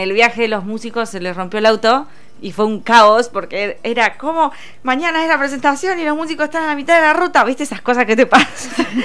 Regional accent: Mar del Plata, Buenos Aires Province, Argentina; moved away as an adult; now in La Plata, Argentina; Mi infancia y mi adolescencia, el crecimiento fue en Mar del Plata. Y bueno, y ya cuando a los 20 y pico de años, no me acuerdo qué era, en qué edad me vine

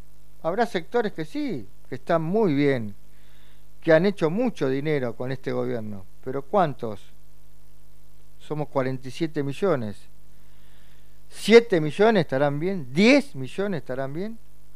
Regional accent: Argentina; Y nos concientizamos de lo que nos pasa como argentinos, ¿no? Como ciudadanos de este país

